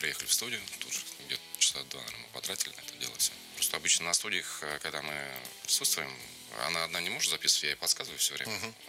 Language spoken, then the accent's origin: Russian; Ryazan, Ryazan Oblast, Russia; moved away as an adult; now in Moscow, Russia; Хотя я сам родом из Рязани, да, но живу уже лет 15 раз, живу, работаю здесь в Москве.